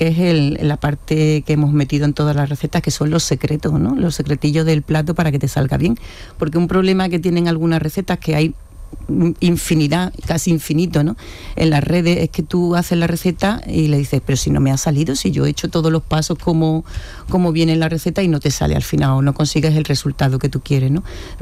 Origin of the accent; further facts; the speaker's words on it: Córdoba, Andalusia, Spain; now in Jerez de la Frontera, Spain; Que soy cordobesa, pero yo soy jerezana de adopción.